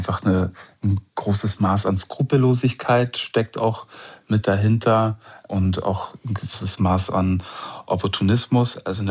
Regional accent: Munich, Bavaria, Germany; Ich komme eigentlich aus München und meine Frau kommt aus dem Senegal

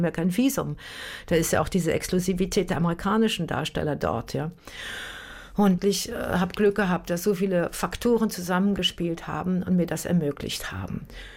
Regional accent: Germany; moved away as an adult; dass ich dann auch Audition machen durfte als Deutsche in London

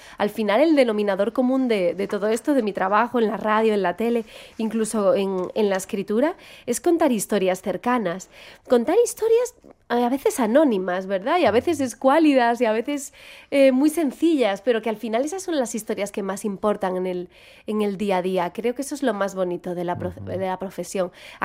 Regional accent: Galicia, Spain; accent: Galician; Creo que es un poco gallego, que tengo esas entonaciones cantarinas porque soy gallega

